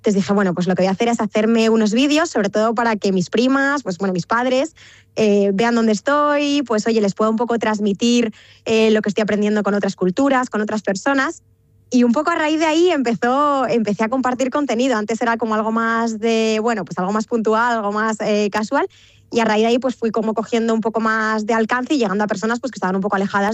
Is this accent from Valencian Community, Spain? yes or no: no; Guadalajara, Castilla-La Mancha, Spain; Sí, me he venido hoy, yo soy de Guadalajara, pero bueno, me he venido hoy a pasar aquí